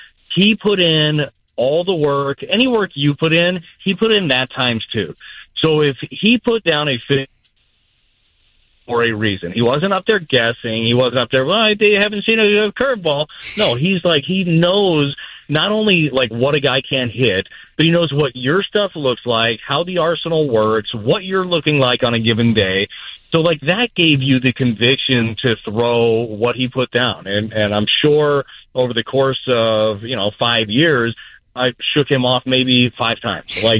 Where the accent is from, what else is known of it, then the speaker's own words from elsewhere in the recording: Las Vegas, Nevada, United States; I was a kid from Vegas, so relatively St. Louis-wise, I knew nothing about St. Louis.